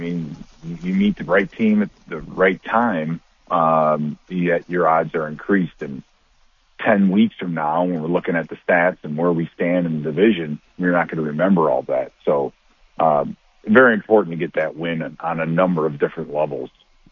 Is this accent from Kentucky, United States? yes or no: no; Chicago, Illinois, United States; moved away as an adult; It's growing up in Chicago and then getting drafted and moving up here.